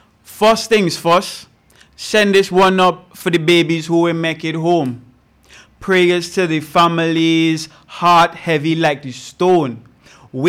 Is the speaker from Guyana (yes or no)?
yes; Georgetown, Demerara-Mahaica, Guyana; moved away as an adult; now in East Coast Demerara, Guyana; born and grew in Tongue, the heart of Georgetown, growing up in areas like West of Pennington, South Randville. I know I reside in the East Coast